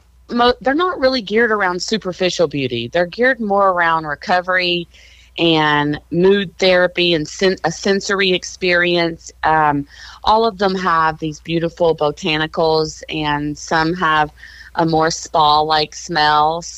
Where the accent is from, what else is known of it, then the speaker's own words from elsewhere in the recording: Muhlenberg County, Kentucky, United States; my hometown of Muhlenberg County